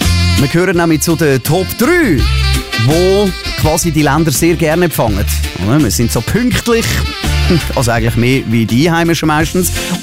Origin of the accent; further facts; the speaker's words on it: Switzerland; Wir gehen natürlich auf die Klischees ein, die man hat von uns Schweizerinnen und Schweizer, wenn wir touristisch unterwegs sind.